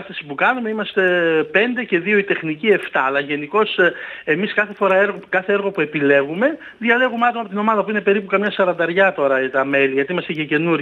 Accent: Monolofos, Central Macedonia, Greece; born there

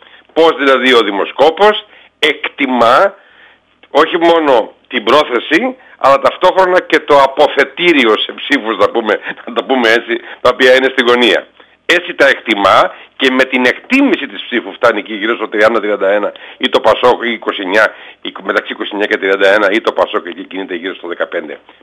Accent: Corfu, Ionian Islands, Greece; Και αυτό δεν το κάνω μόνο εγώ, το κάνουν πάρα πάρα πολλοί Κρυκυραίοι.

